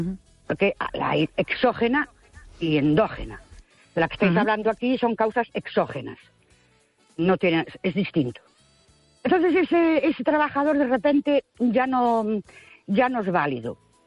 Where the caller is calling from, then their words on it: Ourense, Galicia, Spain; Buenas noches … de Orense.